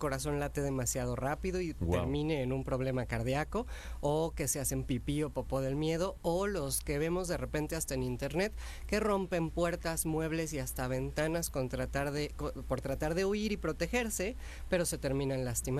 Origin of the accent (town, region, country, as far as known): Mexico